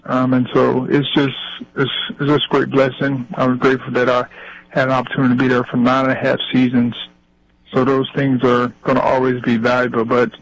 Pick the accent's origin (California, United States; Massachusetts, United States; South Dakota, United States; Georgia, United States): Georgia, United States; Thomasville; moved away; I'm from Thomasville, Georgia